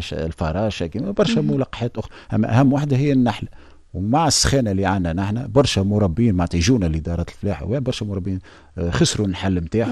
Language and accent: Arabic; Tunisia; عندنا في تونس